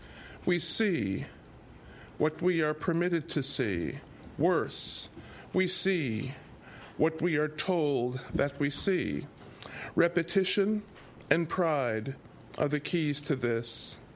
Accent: Pasadena, California, United States; my hometown, Pasadena

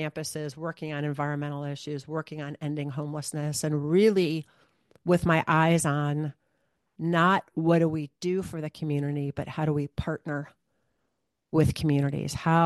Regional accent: Michigan, United States; also born or lived in Ohio; so I grew up in Michigan and Ohio. And when I was really young, I wanted to be a rabbi.

